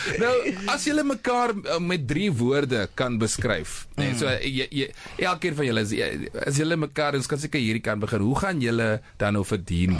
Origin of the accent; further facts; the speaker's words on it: Bloemfontein, Free State, South Africa; ek kom ook van Bloemfontein.